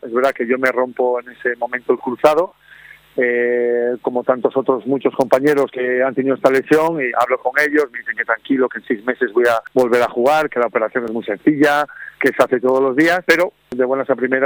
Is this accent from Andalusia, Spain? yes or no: no; Los Corrales de Buelna, Cantabria, Spain; also born or lived in Torrelavega; Sí, eso es. Nací en Torrelavega y rápidamente me fui a los Corrales de Buelna, cuna del balonmano también.